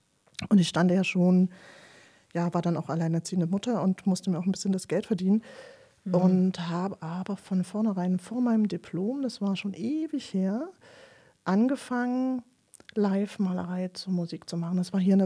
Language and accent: German; Leipzig, Saxony, Germany; Jedenfalls bin ich in Leipzig groß geworden.